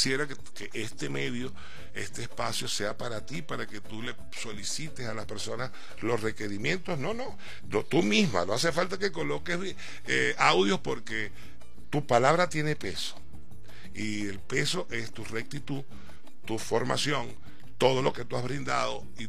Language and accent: Spanish; Maracaibo, Zulia, Venezuela; now in Guayana, Venezuela; ustedes saben que soy maracucho